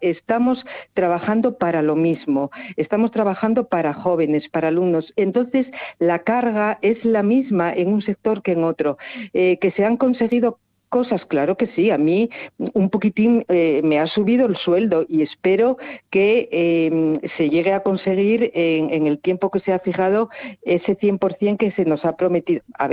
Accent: Asturias, Spain; yo creo que como asturianos no nos podemos quejar de los servicios buenos que tenemos.

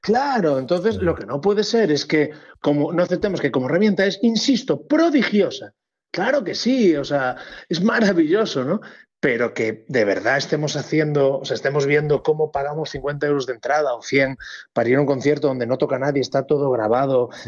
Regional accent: Galicia, Spain; moved away; me siento en casa como buen gallego migrante

